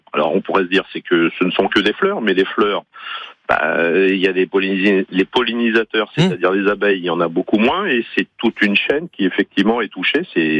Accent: Grenoble, Auvergne-Rhône-Alpes, France; now in Besançon, France; moi, je suis grenoblois d'origine.

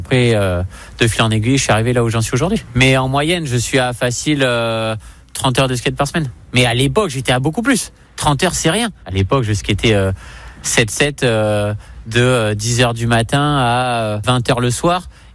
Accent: Bordeaux, Nouvelle-Aquitaine, France; Je suis Girondin, je suis né à Bordeaux, j'ai 33 ans.

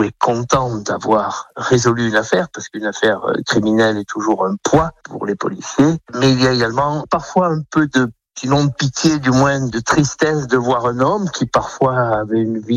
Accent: Auvergne-Rhône-Alpes, France; born there; comme celles qui se passent en Ardèche, où je reviens pratiquement dans mon village natal

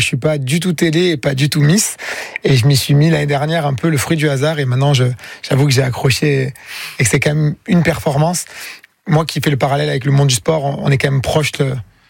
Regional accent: Montpellier, Occitanie, France; Montpellier.

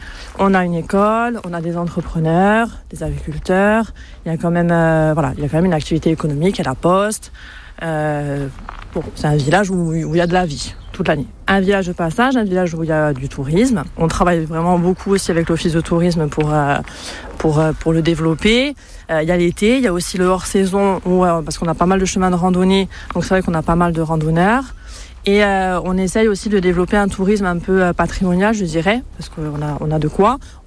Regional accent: Bastia, Corsica, France; moved away as an adult; now in Canari, France; Bastia, là où j'ai grandi finalement, où j'habitais pour aller à l'école. C'est vrai qu'avec mon compagnon, on habitait en ville, à Bastia.

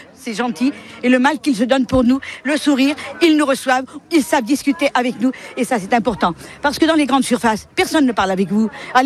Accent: Épeigné-les-Bois, Centre-Val de Loire, France; born there; now in Amboise, France; Je ne suis pas née ici, je suis née à Épeigné-les-Bois.

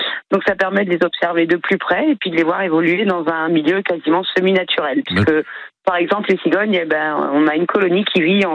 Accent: Grand Est, France; je suis Alsacienne, donc 100% chauvine.

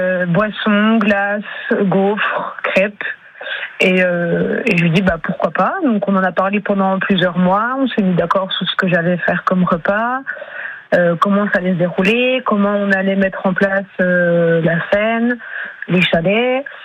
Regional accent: Pontarlier, Bourgogne-Franche-Comté, France; Tout à fait. En fait, je suis plus du Haut-Doubs, moi, de Pontarlier.

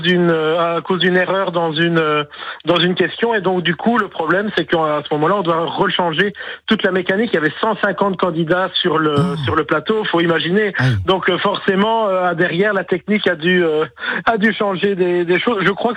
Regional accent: Couture-sur-Loir, Centre-Val de Loire, France; Moi je suis de Couture-sur-Loire. C'est dans le Loir-et-Cher.

